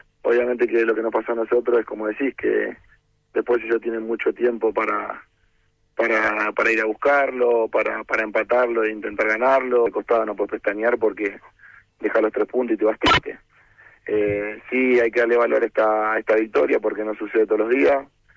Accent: Argentina; porque es algo que tenemos nosotros como argentinos

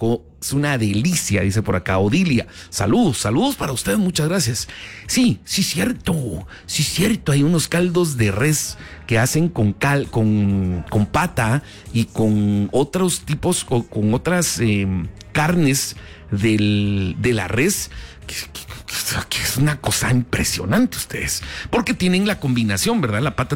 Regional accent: Guatemala; nosotros como guatemaltecos

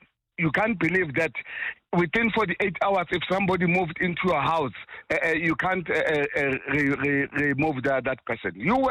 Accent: South Africa; That's why you're always against us as South Africans.

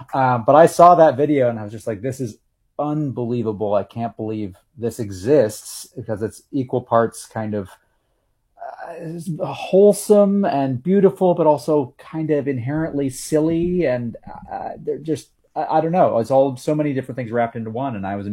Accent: Maine, United States; I'm from Maine originally, and I went home for what was supposed to be a long weekend in March of 2020.

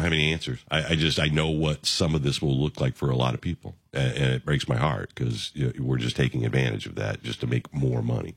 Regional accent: United States; I feel respected as an American.

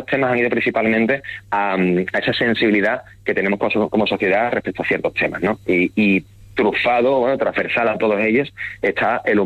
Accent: Andalusia, Spain; en mi tierra, en Andalucía

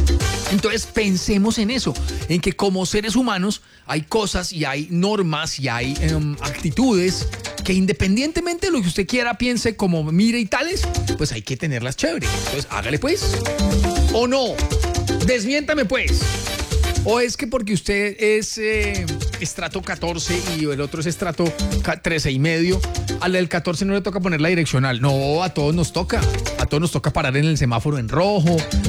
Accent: Colombia

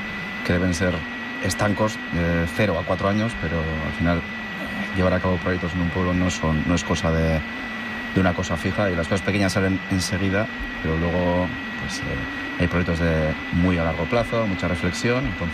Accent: Galdakao, Basque Country, Spain; Yo nací en Galdakao, tengo 39 años

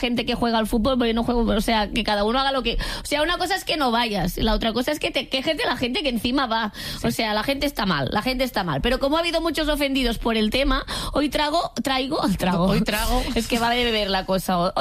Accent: Catalonia, Spain; Bueno, ser catalana es lo que me hace beber agua. Al final le debo tanto a mi tierra.

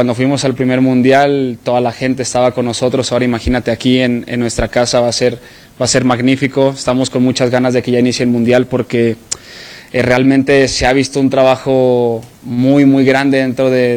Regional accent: Mexico; apoyar a la selección, que al fin y al cabo soy mexicano y lo digo con mucho orgullo.

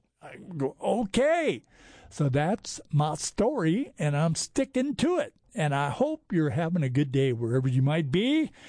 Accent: California, United States; I said, "Hey, man, I'm from Southern California. I'm into disco.

